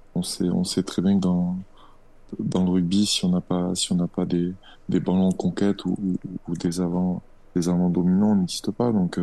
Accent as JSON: {"language": "French", "town": "Le Malzieu-Ville", "region": "Occitanie", "country": "France", "tie": "born or raised there", "said": "chez nous, au Malzieu-Ville"}